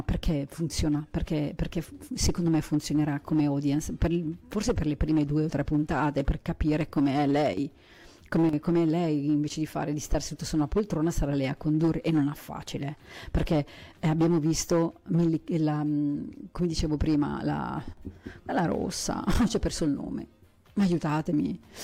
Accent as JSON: {"language": "Italian", "region": "Lombardy", "country": "Italy", "accent": "Lombard", "said": "questo mio accento, questo mio modo di non saper parlare in maniera diversa, che mi forse un po' più dura, forse il lombardo è più dura come lingua"}